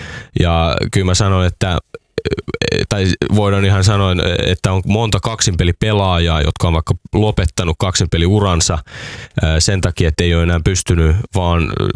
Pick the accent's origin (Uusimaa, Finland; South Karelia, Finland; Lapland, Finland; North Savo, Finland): Uusimaa, Finland; Porvoo; mä tuun Porvoosta, mä oon Porvoosta, niin kaikki on Helsingissä.